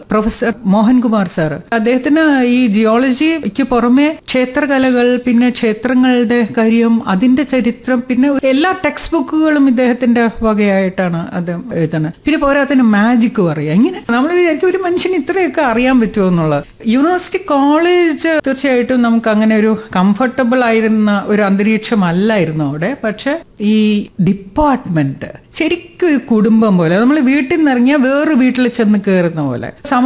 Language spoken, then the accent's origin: Malayalam; Kerala, India; കേരളത്തിൽ നിന്ന് ഞാൻ മാത്രമേ ഉണ്ടായിരുന്നുള്ളൂ